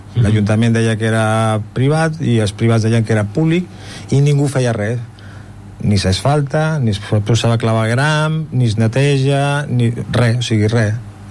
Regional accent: Ripollet, Catalonia, Spain; Soc de Ripollet i és un carreró que jo visc allà des del 98.

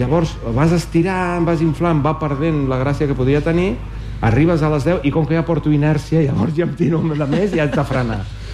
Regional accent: Barcelona, Catalonia, Spain; also born or lived in Alicante; els meus pares van viure a Alacant 8 anys i els últims 3 mesos jo vaig néixer i van venir cap aquí. Sóc barceloní, però oficialment sóc nascut a Alacant

